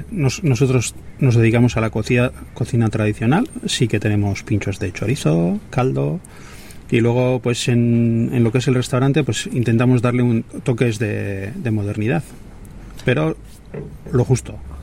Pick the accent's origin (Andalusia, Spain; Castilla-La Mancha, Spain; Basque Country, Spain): Basque Country, Spain; Segura; yo soy de Segura, vivo en Segura, así que vivo mirando hacia Cerain